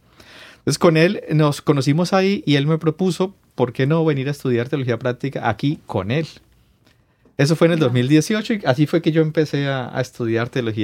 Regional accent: Zuluaga, Huila, Colombia; Yo, como decías ahora, vengo del sur de Colombia, en la región se llama el Huila, y el pueblo se llama Zuluaga, que pertenece al municipio de Garzón

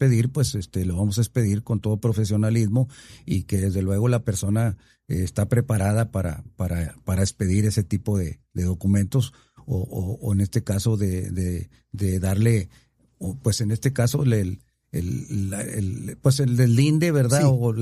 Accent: Nueva Rosita, Coahuila, Mexico; en la mera parte central de nuestra ciudad de Nueva Rosita

